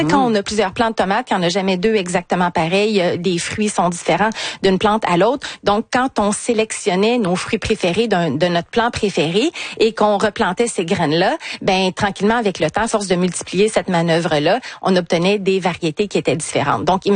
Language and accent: French; Canada; vers le nord, vers chez nous au Canada